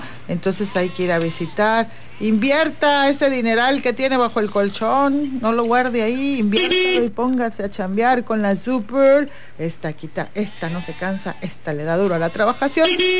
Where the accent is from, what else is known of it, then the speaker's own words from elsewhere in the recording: Tabasco, Mexico; somos tabasqueños, todos somos tabasqueños. Y bueno, como tabasqueños vamos a recomendar algo japonés.